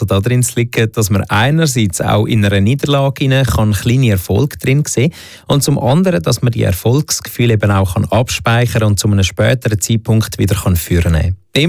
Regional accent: Valais, Switzerland; Aus meinem Heimatkanton, das ist … aus dem Wallis

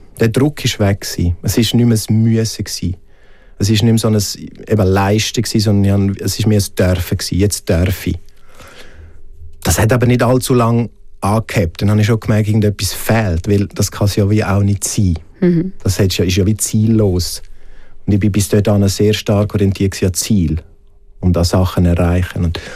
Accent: Graubünden, Switzerland; moved away; als ich dann weg bin aus dem Engadin und dann auf Zürich bin, dort sind eher die heftigeren Abstürze dann gekommen.

